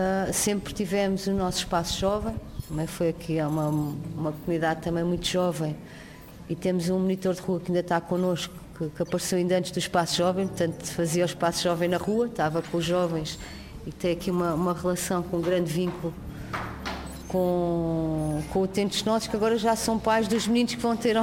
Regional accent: Almada, Setúbal, Portugal; born there; Nasci em Almada.

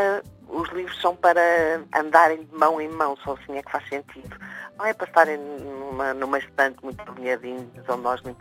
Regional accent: Portugal; now in Brussels, Belgium

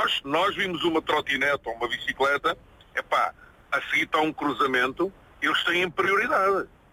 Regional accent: Lisbon, Portugal; moved away as an adult; also born or lived in Coimbra / Aveiro; now in Belgium; eu nasci em Coimbra, fui criado em Lisboa, na zona do Dafo. Casei com uma moça de Aveiro, vim para Aveiro, divorciei-me em Aveiro e vim para a Bélgica.

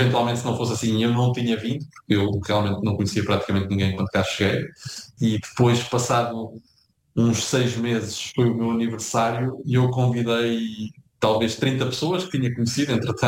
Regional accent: Portugal; now in Serbia; Portanto, dizer que somos portugueses nesta região é uma porta aberta

